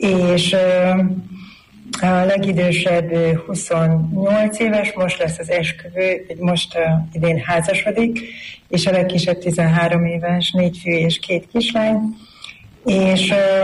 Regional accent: Nagykovácsi, Pest, Hungary; Hát Nagykovácsiból jövünk, most lesz a 30 éves házasság évfordulónk.

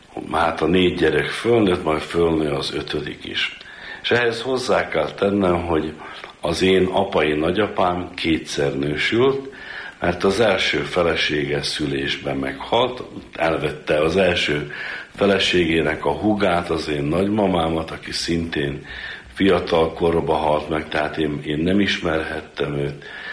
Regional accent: Trnava Region, Slovakia; én felvidéki magyar vagyok, Galánta környékéről, pontosan Nátszegről, a község neve.

